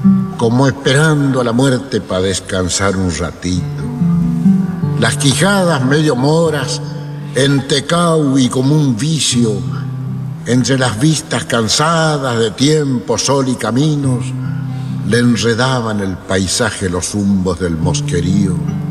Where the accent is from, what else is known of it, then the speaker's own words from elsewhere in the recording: Buenos Aires Province, Argentina; born there; por lo menos en este país que se llama Provincia de Buenos Aires, donde yo nací